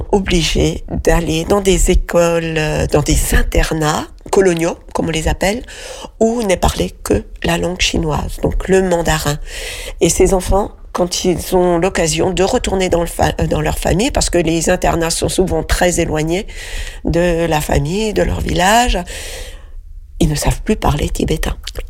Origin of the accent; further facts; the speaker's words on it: France; born there; cette vie-ci, je suis née en France.